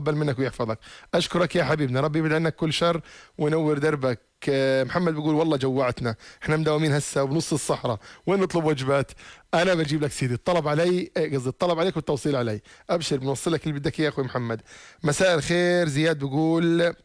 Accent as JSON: {"language": "Arabic", "country": "Jordan", "said": "موضوع الرقابه على الاغذية عندنا في الاردن والله انهم شديدين."}